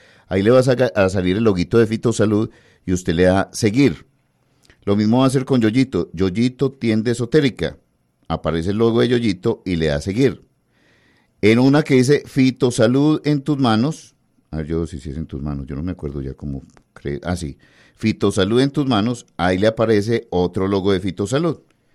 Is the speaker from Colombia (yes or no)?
yes; Antioquia, Colombia; yo vengo hace 30 años hablando de salud acá en Antioquia, porque es mi tierra y pues yo velo por la salud de mi gente en el departamento de Antioquia.